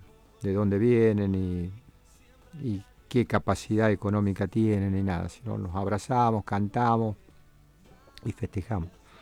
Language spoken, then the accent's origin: Spanish; Argentina; nosotros somos argentinos